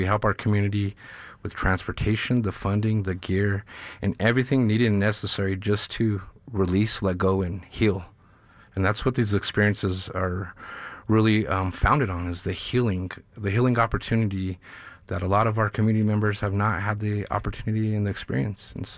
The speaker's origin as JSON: {"language": "English", "town": "Denver", "region": "Colorado", "country": "United States", "tie": "born or raised there", "said": "born and raised in the north side of Denver."}